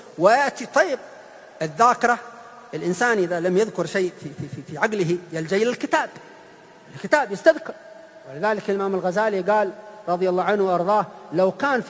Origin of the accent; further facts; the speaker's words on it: Hadramaut, Yemen; عندنا في حضرموت في كثير من بلاد الإسلام إذا مات الميت يقرؤون القرآن